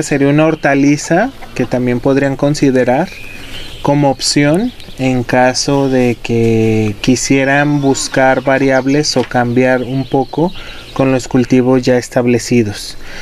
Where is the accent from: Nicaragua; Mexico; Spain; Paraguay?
Mexico; nos da identidad como mexicanos